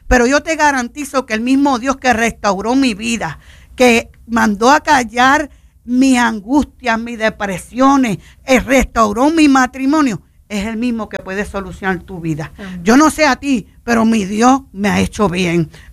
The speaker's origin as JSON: {"language": "Spanish", "country": "Puerto Rico", "said": "Te voy a explicar como buen puertorriqueño, suavecito y con calma."}